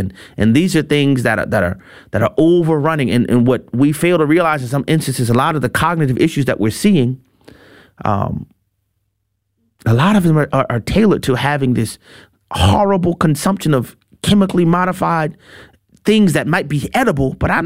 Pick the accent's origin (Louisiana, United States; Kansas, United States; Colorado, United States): Louisiana, United States; my home state in Louisiana